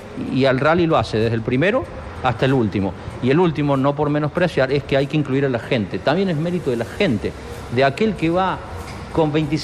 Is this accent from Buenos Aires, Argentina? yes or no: no; Córdoba, Argentina; Yo soy argentino, y para más que argentino soy cordobés.